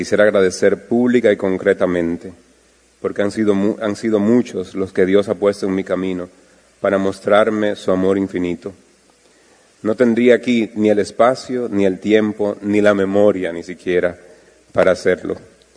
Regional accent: Enriquillo, Barahona, Dominican Republic; Gracias también a toda la gente de mi tierra, de Enriquillo, que está aquí conmigo también

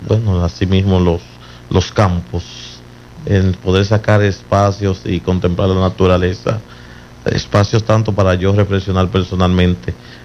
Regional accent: Villa González, Santiago, Dominican Republic; Del cruce de Quinigua, Villa González.

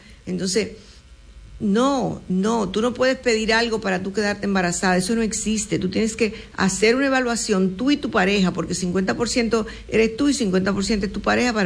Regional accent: Dominican Republic; ya yo no digo nada porque somos dominicanos.

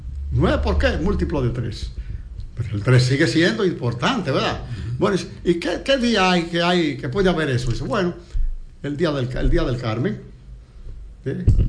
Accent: Dominican Republic; Sánchez era moreno, como muchos dominicanos

